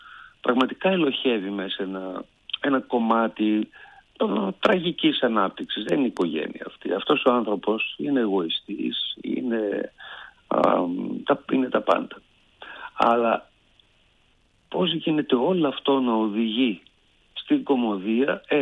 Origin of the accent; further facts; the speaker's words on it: Thessaloniki, Central Macedonia, Greece; επειδή είμαι Θεσσαλονικιός, εγώ προσωπικά όταν παίζω στην πόλη μου, στον τόπο που γεννήθηκα